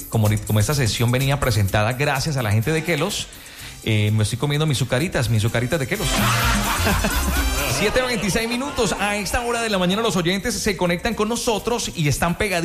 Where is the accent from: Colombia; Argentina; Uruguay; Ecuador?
Colombia; Todos somos colombianos.